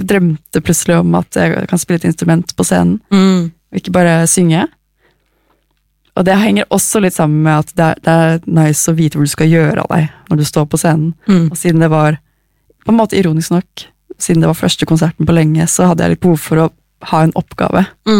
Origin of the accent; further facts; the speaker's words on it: Oslo, Norway; Jag är från Oslo, jag har vuxit upp här. Jag bor här fortsatt.